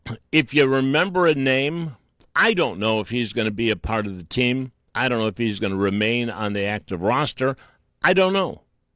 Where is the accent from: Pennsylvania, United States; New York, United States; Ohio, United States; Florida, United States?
Ohio, United States; Cleveland; But growing up in Cleveland